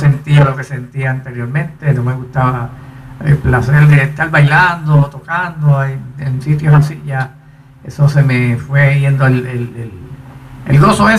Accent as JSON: {"language": "Spanish", "town": "Ponce", "country": "Puerto Rico", "moved": "yes", "lives_now": "Adjuntas, Puerto Rico", "said": "Yo soy ponceño en sí."}